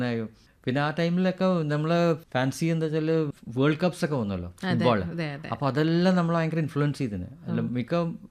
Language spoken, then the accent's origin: Malayalam; Kerala, India; ഞങ്ങൾ ശരിക്കും മലബാറി പ്രോപ്പർ മലബാറി തന്നെയാണ് ബോൺ ആൻഡ് ബ്രോട്ടപ്പ്. അപ്പോൾ ഞങ്ങൾ റൂട്ട്സ് എനിക്കൊന്ന് കണ്ണൂർ ഉണ്ട്, ഹട്ടൻസ് ഉണ്ട്, പിന്നെ തലശ്ശേരി ഉണ്ട്, കാലിക്കറ്റ് ഉണ്ട്. അപ്പോൾ നമ്മളെ കുറേ ഫാമിലി ആ ഭാഗങ്ങളിലുണ്ട്. മലബാർ തന്നെയാണ് നമ്മളത്.